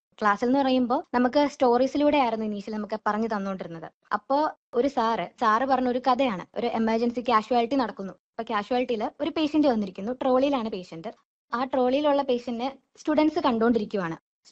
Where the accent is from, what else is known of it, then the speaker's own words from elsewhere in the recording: Ernakulam, Kerala, India; ആ സമയത്ത് ഞാൻ എറണാകുളത്തു നിന്നാണ് വരുന്നത്.